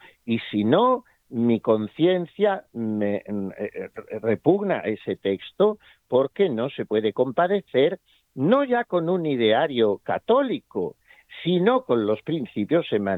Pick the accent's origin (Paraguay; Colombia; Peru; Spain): Spain; Badajoz, Extremadura; moved away; also born or lived in Toledo; Allí me fui también desde Badajoz, de donde soy natural